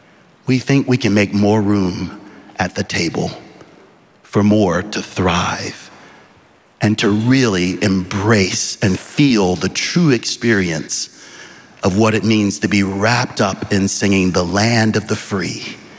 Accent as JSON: {"language": "English", "region": "Georgia", "country": "United States", "tie": "born or raised there", "said": "Well, I grew up in Georgia in our baseball team, the Atlanta Braves. And I bring that up because growing up in Georgia, my first profession was as a middle school educator."}